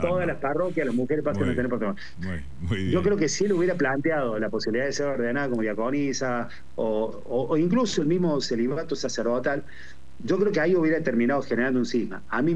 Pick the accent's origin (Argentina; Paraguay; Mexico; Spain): Argentina; Córdoba; yo soy de Barrio Comercial, que la parroquia también abarca muchas zonas vulnerables, entre ellas mi barrio de origen